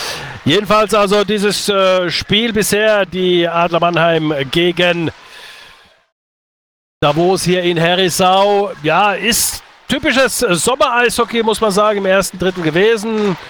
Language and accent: German; Finland; Sage ich jetzt einfach als Finne über eine schwedische Stadt.